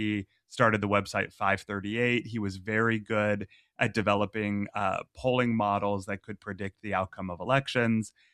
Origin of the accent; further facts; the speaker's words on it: Massachusetts, United States; I grew up in Massachusetts, so I have the New England sports fan, the Celtics and Patriots.